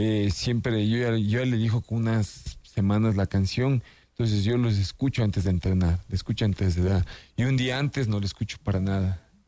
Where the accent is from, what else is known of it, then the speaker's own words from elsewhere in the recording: Sierra, Ecuador; se viene algo a lo ecuatoriano y a lo bien serrano, porque soy serrano